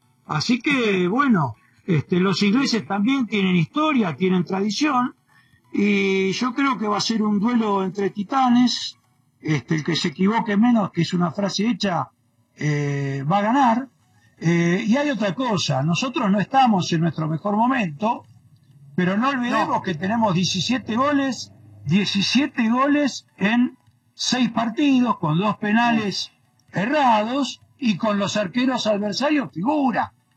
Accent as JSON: {"language": "Spanish", "country": "Argentina", "said": "y bueno, pensando, somos argentinos, pero la realidad es esa, Jorge."}